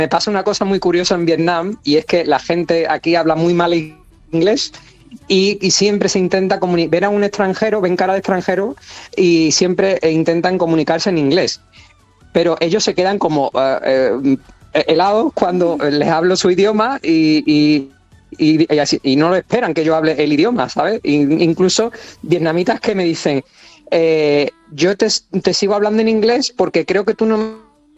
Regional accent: Seville, Andalusia, Spain; yo soy sevillano, yo soy de Sevilla

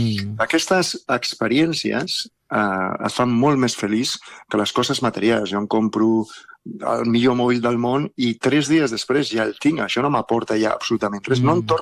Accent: Soria, Castile and León, Spain; menjar-me un torrent no de Sòria, que la meva mare és la que millor es fa, perquè som de Sòria.

